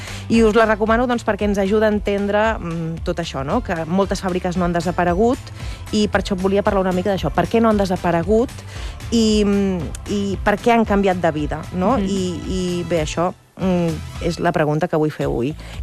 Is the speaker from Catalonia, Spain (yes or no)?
yes; Barcelona, Catalonia, Spain; Sant Andreu, que és el meu poble. Bueno, ja aniràs veient que jo soc molt andreuenca, estic molt arrelada al meu poble.